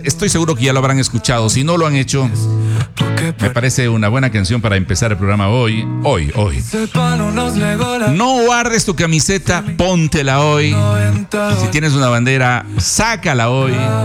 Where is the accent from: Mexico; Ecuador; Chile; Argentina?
Ecuador; born there; Somos ecuatorianos, somos orgullosos de haber nacido en esta tierra